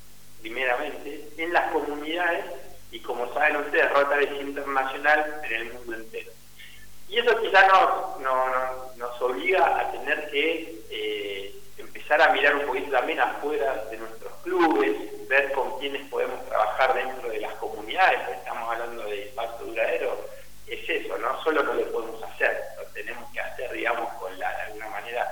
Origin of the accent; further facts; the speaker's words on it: Caleta Olivia, Santa Cruz, Argentina; muy distinta a de donde yo vengo, ¿no? Como bien dijo Juan, Caleta Olivia, la provincia de Santa Cruz, la Patagonia, la estepa, la meseta